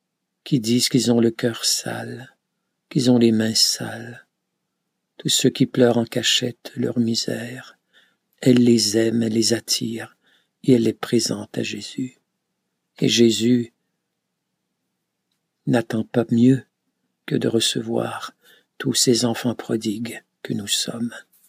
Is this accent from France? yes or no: no; Canada; je leur dis que je viens du Canada.